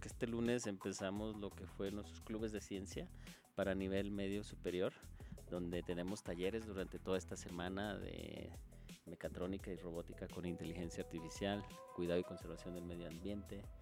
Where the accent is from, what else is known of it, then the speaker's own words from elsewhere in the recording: Mexico; nosotros como mexicanos